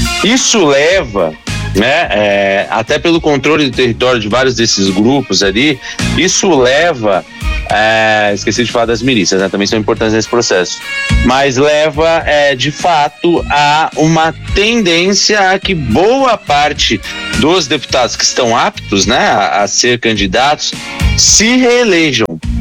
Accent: São Paulo, Brazil; o Rio de Janeiro, ele, se eu comparo com São Paulo de onde eu sou

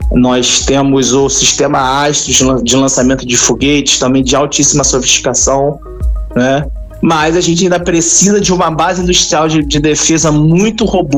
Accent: Brazil; Nós somos brasileiros

